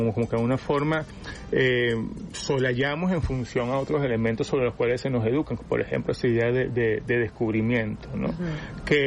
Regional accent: Venezuela; lo que somos como venezolanos, de las identidades de lo que somos como venezolano

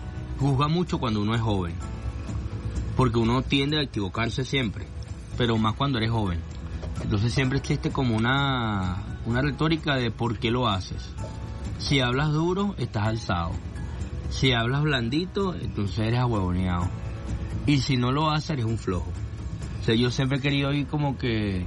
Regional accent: Caracas, Capital District, Venezuela; yo vengo de Pinto Salina.

